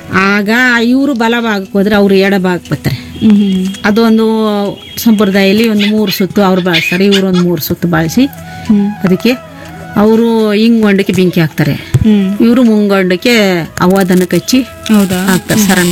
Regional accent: Karnataka, India; ಊರ ಹೆಸರು ಜಾಗನಕೋಟೆ ಹಾಡಿ.

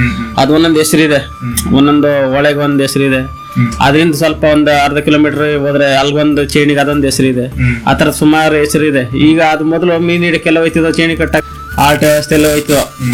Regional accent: Karnataka, India; ನಾನು ಚಿಕ್ಕ ಚಿಕ್ಕ ವಯಸ್ಸಲ್ಲಿ ಇಲ್ಲೇ ಸುಮಾರು ಬುಟ್ಟಿಗಳು ಕಾಡಿನ ತಂದು ಬಿದಿರು ತಂದು ಬುಟ್ಟಿ ಎಣೆಯೋದು

